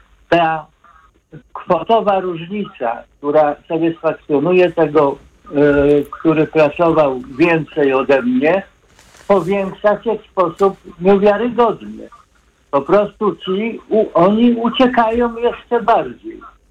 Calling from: Katowice, Silesian Voivodeship, Poland; Ponieważ jestem z Katowic

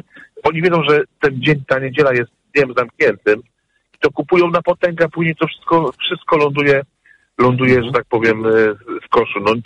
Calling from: Warsaw, Masovian Voivodeship, Poland; na co dzień mieszkam w Wilanowie, ale mam też dom pod Warszawą w Łomiankach.

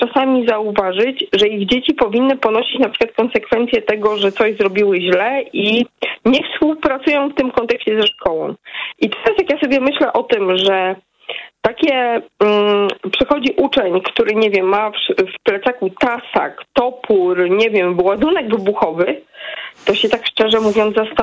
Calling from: Wrocław, Lower Silesian Voivodeship, Poland; Jestem z Wrocławia.

